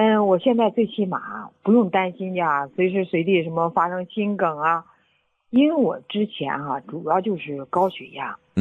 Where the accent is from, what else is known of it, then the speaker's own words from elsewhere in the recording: Shijiazhuang, Hebei, China; 我是石家庄的一名退休老师。